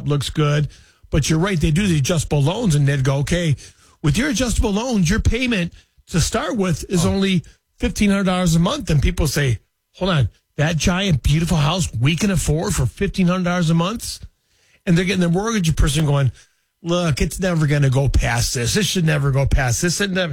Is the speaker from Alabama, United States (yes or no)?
no; Michigan, United States; And when the guy was done speaking, I told him I'm from Michigan.